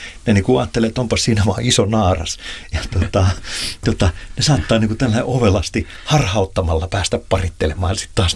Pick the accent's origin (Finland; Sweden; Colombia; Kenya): Finland; Pori, Satakunta; Mä muistan 80-luvulla, niin kun mä olen Porista kotoisin, niin siellä oli vielä suokukkoja soittimia